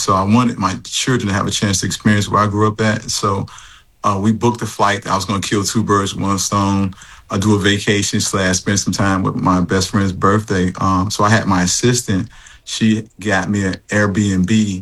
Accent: Chicago, Illinois, United States; moved away; But I grew up in Chicago, so I'm kind of used to it a little bit.

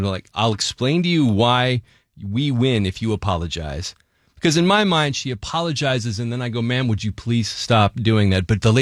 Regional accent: Salinas, California, United States; moved away; I drove down to Salinas, my hometown

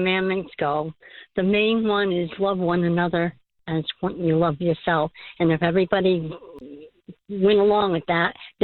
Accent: New York, United States; moved away; I was born in New York

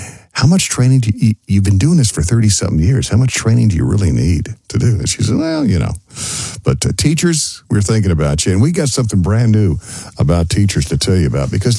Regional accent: Texas, United States; Growing up in West Texas, we didn't have to go back to school till after Labor Day

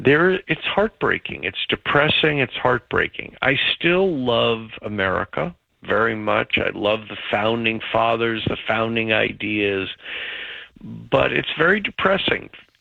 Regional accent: New York, United States; By the way, I'm from New York. I was born in New York.

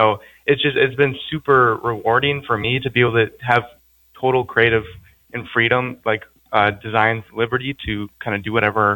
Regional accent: Minnesota, United States; moved away as an adult; now in Kildare, United States; I'm originally from Minnesota.

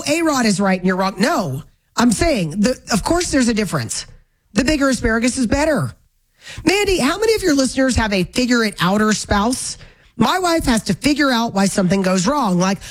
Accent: the South, United States; And growing up in the South

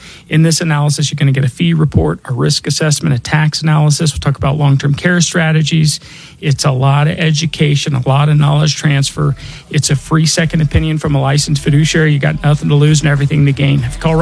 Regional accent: Denver, Colorado, United States; born or raised there

